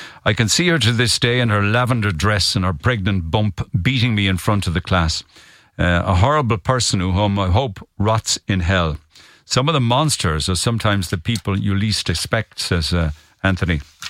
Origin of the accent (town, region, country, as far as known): Silvermines, Munster, Ireland; born or raised there; now in Cork, Ireland